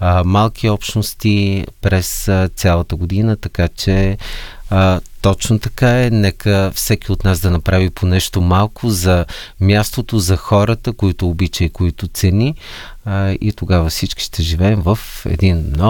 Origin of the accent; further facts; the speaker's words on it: Shumen, Shumen Province, Bulgaria; born or raised there; moved away